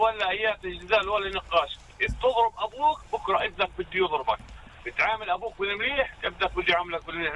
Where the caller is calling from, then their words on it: Arraba, Israel; من عرابه.